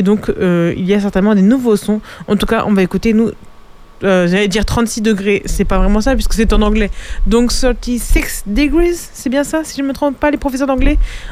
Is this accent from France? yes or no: yes; France; On est français